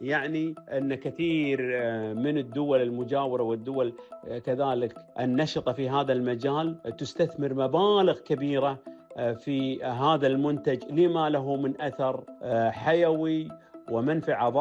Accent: Kuwait; طبعاً إحنا عندنا بالكويت وقعنا عقود خاصة مع جهات حكومية

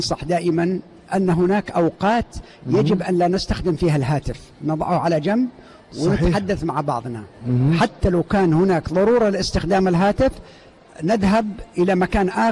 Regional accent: Yemen; عندنا في اليمن.

